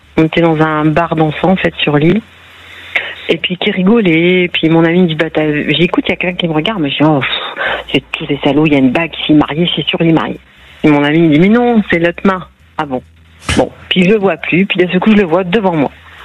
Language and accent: French; the north of France, France; moi je suis native du nord de la France.